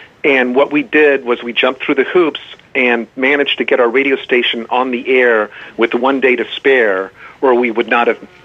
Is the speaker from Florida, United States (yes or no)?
yes; Florida, United States; now in Greenfield, United States; I'm from Florida originally, and when my dad told me that, oh, we're moving to Greenfield, Massachusetts, I said, well, what's the population?